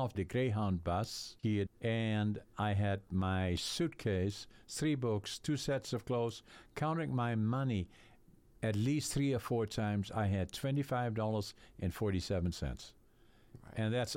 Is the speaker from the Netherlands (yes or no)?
yes; Netherlands; moved away as an adult; now in northern British Columbia, Canada; been in northern BC for 60 years. I came in from Holland in 1965. I was born in Holland, actually, in 1940. So in the next couple of months, I'm going to be 86 years young. And I grew up in a lumber environment.